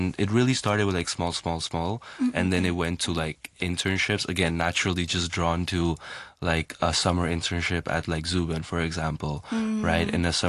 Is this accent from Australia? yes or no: no; Hong Kong; growing up in Hong Kong, because Hong Kong is an international city, and whether you're in a local school or like an international school, you in a way do get to experience and meet people from different backgrounds